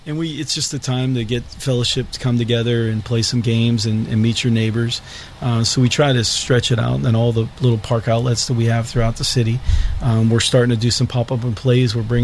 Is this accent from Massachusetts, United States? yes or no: no; Mon Valley, Pennsylvania, United States; born or raised there